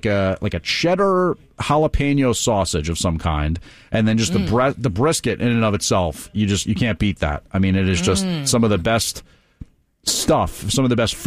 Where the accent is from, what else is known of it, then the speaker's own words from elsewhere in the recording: New Jersey, United States; I am Italian by osmosis, given that I grew up in Essex County, New Jersey, where they would call it prosciutto.